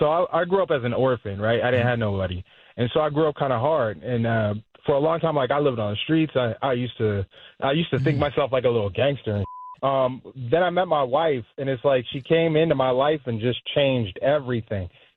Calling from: Lancaster, United States; I'm calling from Lancaster.

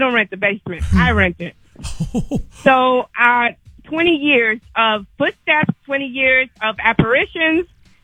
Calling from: St. Cloud, Florida, United States; So I live in St. Cloud. My house is 111 years old. I am the third owner.

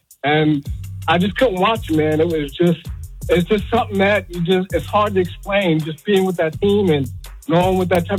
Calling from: New Jersey, United States; I'm calling from New Jersey.

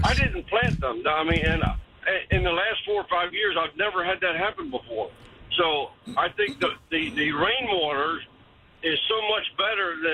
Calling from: Adkins, Texas, United States

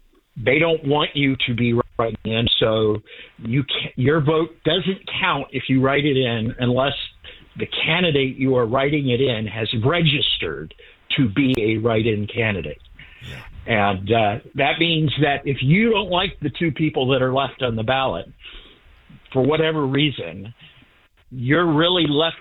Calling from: Massachusetts, United States

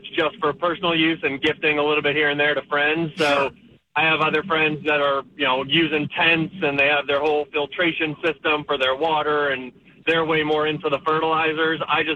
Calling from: Virginia, United States; I'm from Virginia.

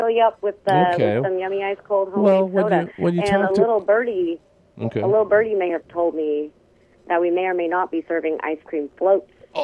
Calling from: Austin, Texas, United States; I'm calling from Austin, Texas

